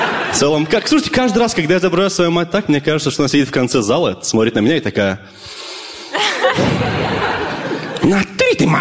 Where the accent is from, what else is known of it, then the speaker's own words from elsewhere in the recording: Nalchik, Kabardino-Balkaria, Russia; я родом из Нальчика.